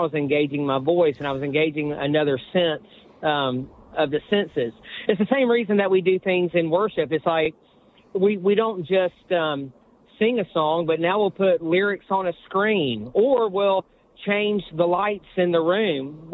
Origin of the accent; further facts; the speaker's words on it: Georgia, United States; I grew up in Georgia, so there were several cigar box guitars around my...